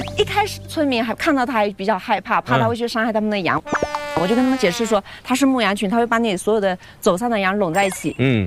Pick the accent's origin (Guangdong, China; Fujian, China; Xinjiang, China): Fujian, China; now in Taxkorgan, China; 我是福建人嘛，然后他是在我们福建读的书。